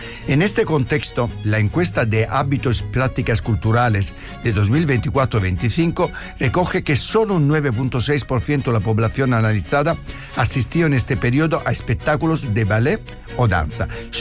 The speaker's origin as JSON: {"language": "Spanish", "town": "Francavilla Fontana", "region": "Apulia", "country": "Italy", "tie": "born or raised there", "moved": "yes", "lives_now": "Madrid, Spain", "said": "que además es de mi pueblo, de Francavilla Fontana. Así que hoy un programa de emociones, de pasión, y hasta con un paisano de mi pueblo que ha acabado como yo en Madrid."}